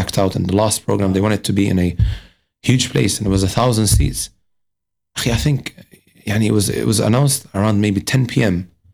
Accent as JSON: {"language": "English", "town": "Leicester", "region": "East Midlands", "country": "United Kingdom", "said": "So I'm from Leicester, but I come visit her from time to time."}